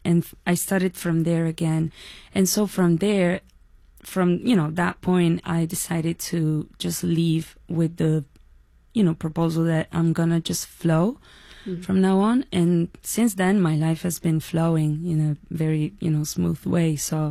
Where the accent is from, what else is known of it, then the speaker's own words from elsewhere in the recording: Italy; I think the reason why today I'm so attached to my roots, both Italian and Dominicans, is because I looked for it. I really researched where I was from.